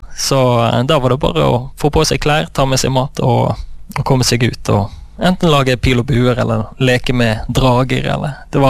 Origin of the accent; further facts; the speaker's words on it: Oslo, Norway; born there; also born or lived in Indonesia / Singapore; jeg ble født i Oslo, og så valgte foreldrene mine å bli misjonærer, så de reiste ut til Indonesia. Og da hadde jeg første delen av barndommen min i Indonesia og Singapore.